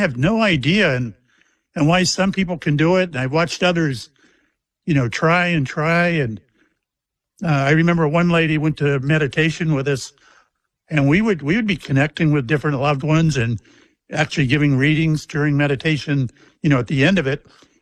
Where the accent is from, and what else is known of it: Mayport, Florida, United States; born or raised there